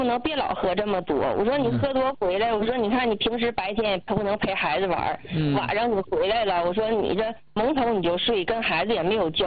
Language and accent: Chinese; Shenyang, Liaoning, China; 我是沈阳人，他还不经常在沈阳。